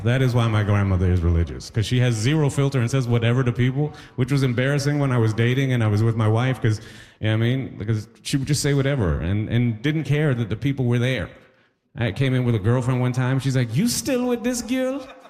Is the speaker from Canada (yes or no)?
yes; Toronto, Ontario, Canada; here I grew up in Toronto, so I'm a Trini raised in captivity. That is what I am.